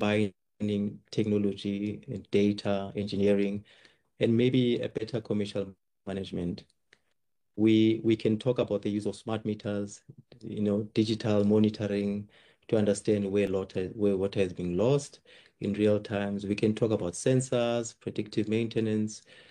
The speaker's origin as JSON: {"language": "English", "country": "South Africa", "said": "as South African citizens"}